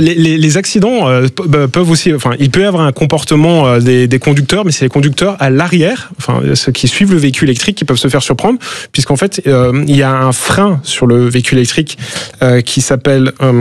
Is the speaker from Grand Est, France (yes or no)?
yes; Grand Est, France; Moi, je suis Alsacien, je suis très fier de cette région-là.